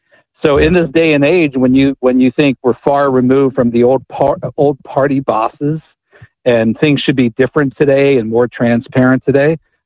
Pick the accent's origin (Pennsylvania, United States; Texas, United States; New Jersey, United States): Pennsylvania, United States; Butler; I grew up in Butler, Pennsylvania in the 1980s